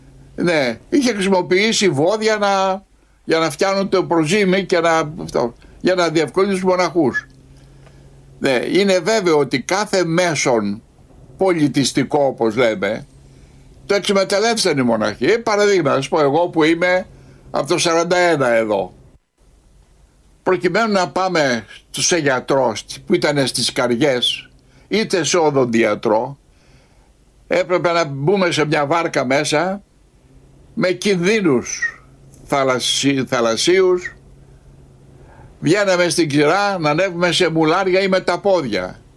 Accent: Greece; ως Έλληνες

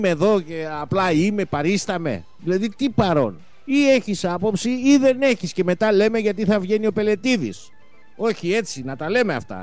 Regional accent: Western Greece, Greece; now in Achaea, Greece; στην πατρίδα μου την Ετωλοακαρνανία

